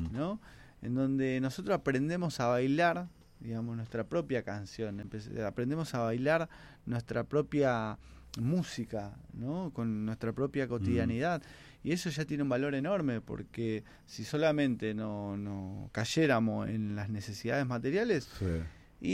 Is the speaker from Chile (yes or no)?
no; Quilmes, Buenos Aires Province, Argentina; Yo crecí en Villa Itatí, mi hermano, mi hermana